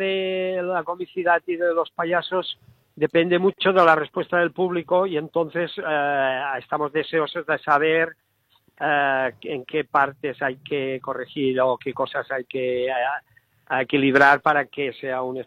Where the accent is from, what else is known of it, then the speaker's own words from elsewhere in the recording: Barcelona, Catalonia, Spain; now in Seville, Spain; yo soy de Barcelona